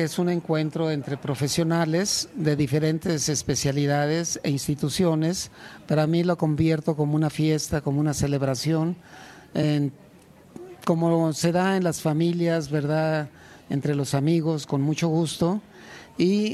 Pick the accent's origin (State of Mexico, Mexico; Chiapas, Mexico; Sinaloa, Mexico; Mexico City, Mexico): State of Mexico, Mexico; tengo hijos que aquí nacieron, yo soy del Estado de México y lo digo con mucho orgullo, aunque haya viajado mucho